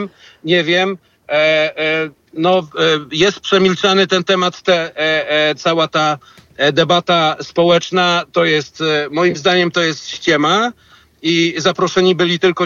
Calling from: Wrocław, Lower Silesian Voivodeship, Poland; My jesteśmy z Wrocławia, ze Śląska, z Katowic

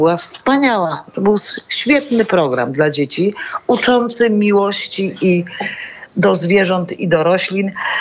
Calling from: Łódź, Łódź Voivodeship, Poland; Dzwonię z Łodzi

